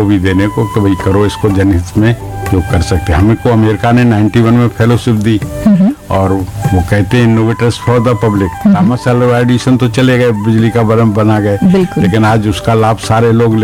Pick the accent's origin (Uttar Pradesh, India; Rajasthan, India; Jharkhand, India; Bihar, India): Uttar Pradesh, India; Lalitpur district; मैं बुंदेलखंड के जिला ललितपुर का रहने वाला हूँ। जो पहले झांसी जिला था, अब ललितपुर है, और गांव का रहने वाला हूँ। ग्राम भैलोनी लोध है, पोस्ट भी वही है